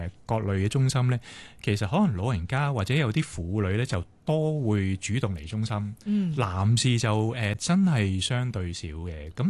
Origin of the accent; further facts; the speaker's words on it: Hong Kong; 我哋香港人都係工作壓力啦